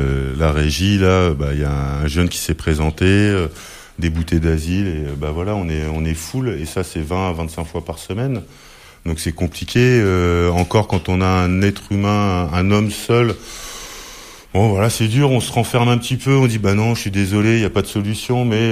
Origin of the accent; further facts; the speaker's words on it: Île-de-France, France; now in Brittany, France; Moi j'ai migré en Bretagne, je venais d'Île-de-France